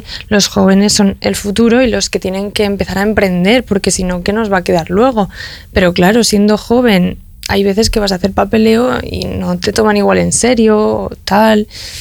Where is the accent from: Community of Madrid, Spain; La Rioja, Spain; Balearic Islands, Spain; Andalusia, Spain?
La Rioja, Spain; moved away; montarlo en mi pueblo también, que es mi familia, vive en La Rioja